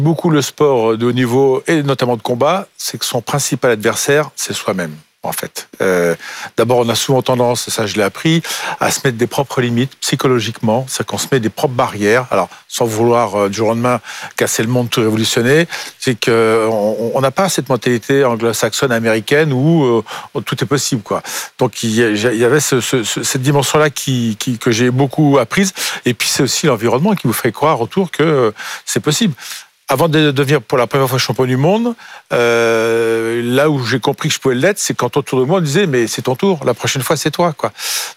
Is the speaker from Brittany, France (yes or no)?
no; Alençon, Normandy, France; moved away; j'arrivais de ma Normandie natale, de mon club donc sportif dans la ville d'Alençon